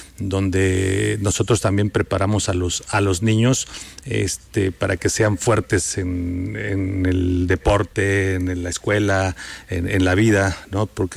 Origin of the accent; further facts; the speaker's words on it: Oaxaca, Mexico; Que también somos pues oaxaqueños y mexicanos que vamos a representar en este momento a nuestro país